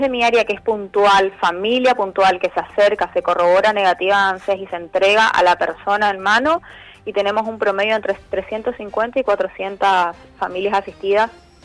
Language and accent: Spanish; Argentina; como somos los argentinos resilientes y también vamos a poder salir de esta situación como ya nos ha pasado en el 2001